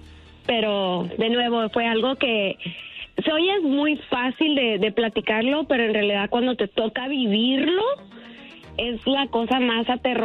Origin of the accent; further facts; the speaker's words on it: Mexico; moved away; yo soy de México